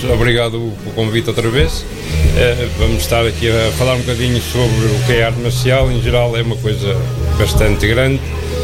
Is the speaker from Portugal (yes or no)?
yes; São Pedro, Portugal; now in Oliveira de Frades, Portugal; Eu não sou de cá, eu estou cá há 30 anos, eu sou de São Pedro, mas já me vejo aqui, não me vejo muito em São Pedro.